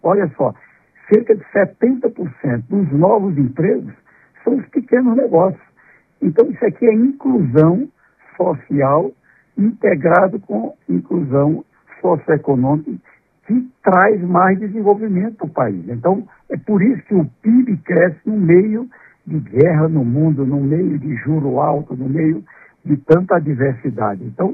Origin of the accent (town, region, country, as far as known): Brazil